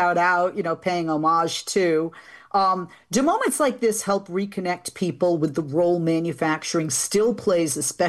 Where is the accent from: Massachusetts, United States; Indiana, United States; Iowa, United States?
Massachusetts, United States; Boston; I mean, look, I'm from Boston. We still call it the Garden.